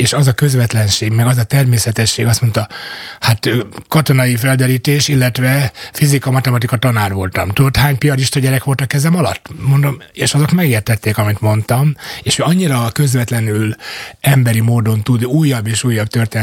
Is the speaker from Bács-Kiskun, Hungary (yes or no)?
no; Makó, Csongrád-Csanád, Hungary; Makón születtem